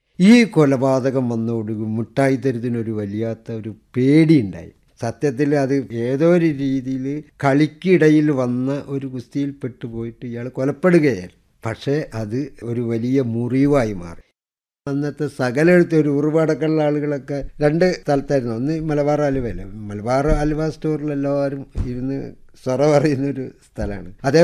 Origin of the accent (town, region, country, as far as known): Kozhikode, Kerala, India; born there